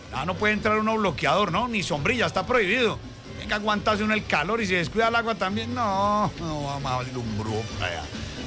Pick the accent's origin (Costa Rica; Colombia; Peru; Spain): Colombia; Debo reconocer, no me la puse porque soy colombiano